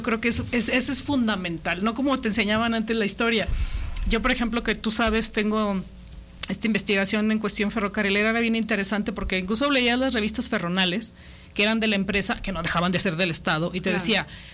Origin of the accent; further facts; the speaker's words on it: Mexico; deberíamos tener todos como ciudadanos mexicanos.